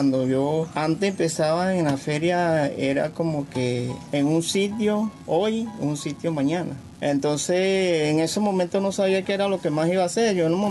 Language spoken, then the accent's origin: Spanish; Siquisique, Lara, Venezuela; now in Barquisimeto, Venezuela; un tiempo que duré yo aquí en Barquisimeto. Yo soy de Siquisique.